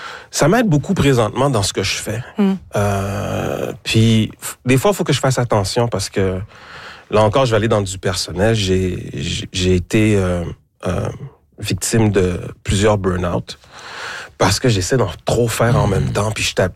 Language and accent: French; Quebec, Canada; On vit cette dualité-là. On est Québécois, mais on est d'origine haïtienne.